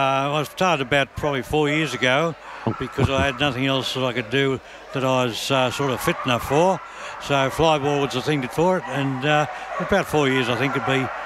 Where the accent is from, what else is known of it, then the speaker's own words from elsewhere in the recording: Kiama, New South Wales, Australia; I've lived there for 87 years.